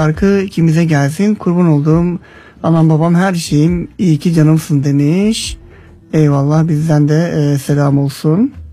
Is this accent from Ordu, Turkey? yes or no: yes; Ordu, Turkey; bizden de ordumuza, memleketime selam olsun diyelim.